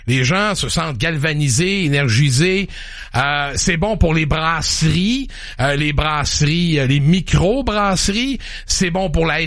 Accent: Granby, Quebec, Canada; je faisais du vélo sur la rue de mon enfance, à Irwin, à Granby. Et mon père m'a fait signe d'entrer dans la cour et m'a annoncé.

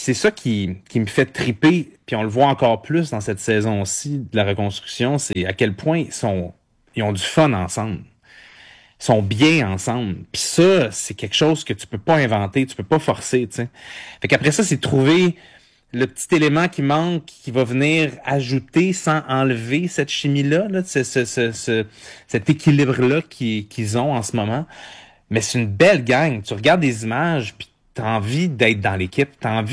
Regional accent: Montreal, Quebec, Canada; born there

